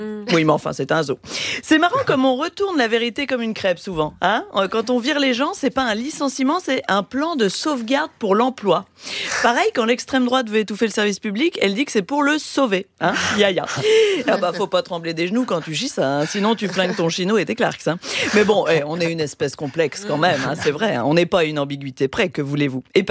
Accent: Hauts-de-France, France; Normal, je viens du Nord, c'est pour ça.

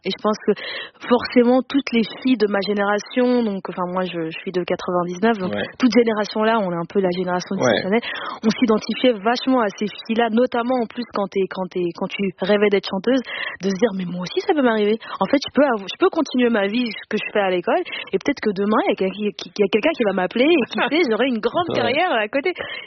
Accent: Denderleeuw, Flanders, Belgium; born or raised there

